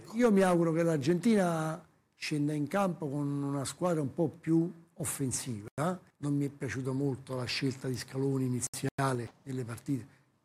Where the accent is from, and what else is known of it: Naples, Campania, Italy